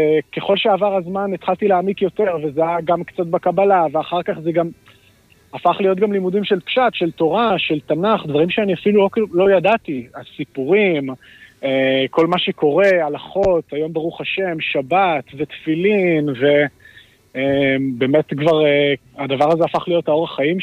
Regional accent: Herzliya, Tel Aviv District, Israel; בן 26, וגדלתי בהרצליה, בבית חילוני לחלוטין, בחינוך חילוני, בית ספר חילוני.

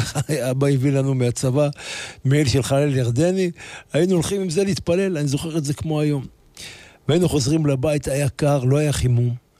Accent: Jerusalem, Jerusalem District, Israel; אני גדלתי בבוכרים, אתם יודעים, השכונות שם זה שכונות שנבנו לפני 140 שנה, 130 שנה, 150 שנה. הייתי גר בבית ישן מאוד

